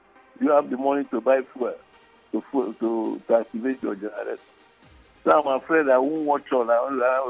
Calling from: Port Harcourt, Rivers, Nigeria; I'm calling from Port Harcourt.

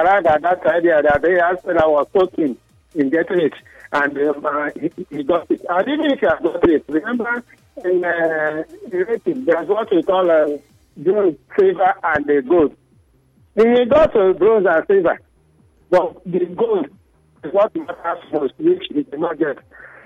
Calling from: Rivers, Nigeria; I'm calling from Elelewo.

